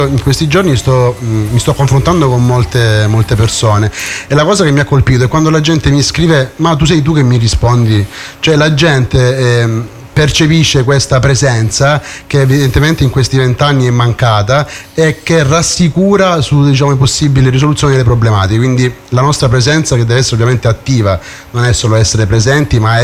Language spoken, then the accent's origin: Italian; Reggio Calabria, Calabria, Italy; Pellaro sì, sicuramente è un quartiere che io conosco meglio perché sono nato e cresciuto a Pellaro